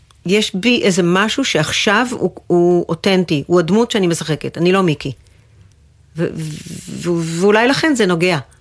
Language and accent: Hebrew; Menara, Northern District, Israel; born there; על אף שביליתי 3 שנים מחיי במנרה, נולדתי שם, דפקו לי את הראש בלינה משותפת וזהו.